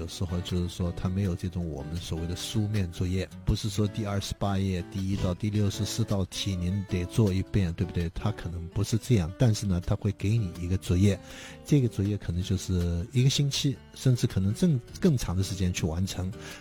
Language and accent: Chinese; China